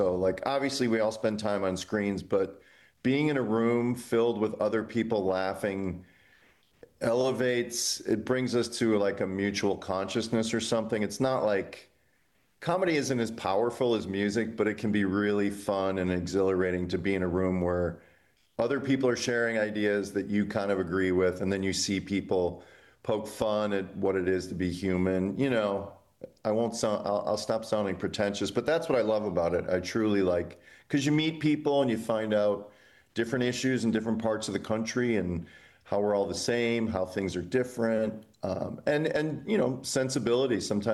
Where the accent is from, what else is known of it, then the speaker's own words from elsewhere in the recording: Illinois, United States; And I grew up in Illinois, and so I traversed Nebraska many times by car.